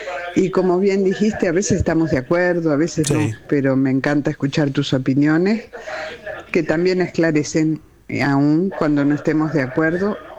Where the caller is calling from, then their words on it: Buenos Aires, Argentina; de Flores.